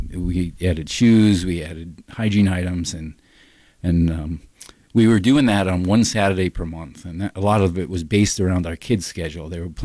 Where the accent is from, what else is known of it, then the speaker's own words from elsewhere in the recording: New York, United States; moved away; I grew up in New York, so I was familiar with homeless people. Obviously, I am a veteran.